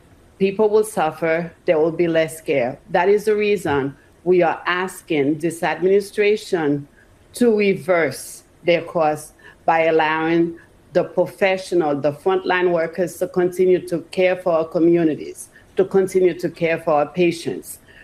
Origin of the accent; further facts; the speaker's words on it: United States; I am Haitian American, and I'm also a registered nurse.